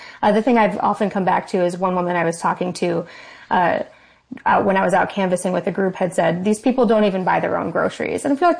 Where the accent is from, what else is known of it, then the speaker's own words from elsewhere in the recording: North Dakota, United States; I grew up in North Dakota.